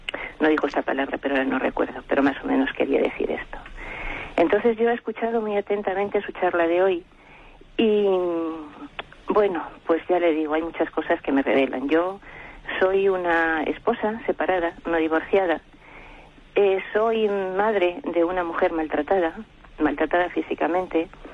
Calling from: Madrid, Community of Madrid, Spain; de Madrid.

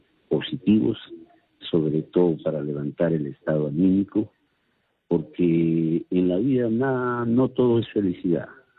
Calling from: Santiago de Chuco, La Libertad, Peru; Llamo de acá en la provincia de Santiago de Chuco, en la sierra de César Vallejo, más lo conocen, porque ahí nació César Vallejo.

